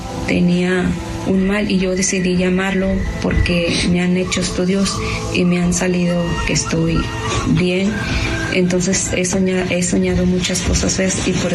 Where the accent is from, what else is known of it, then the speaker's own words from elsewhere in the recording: Guadalajara, Jalisco, Mexico; Yo soy de Guadalajara.